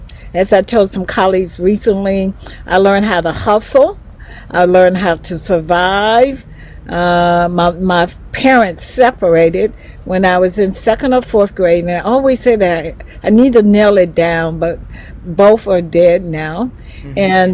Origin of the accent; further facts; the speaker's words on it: Asheville, North Carolina, United States; moved away as an adult; born and raised in Asheville, North Carolina, in the projects. So I grew up in the projects, and I went to Asheville High School, and I went on to Johnson C. Smith University as an undergrad